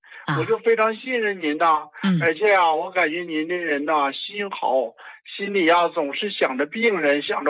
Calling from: Harbin, Heilongjiang, China; 我是咱们哈尔滨一个听众，我今年啊58了

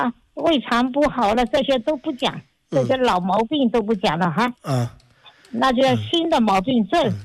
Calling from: Fuzhou, Fujian, China; 我是福建省福州市。

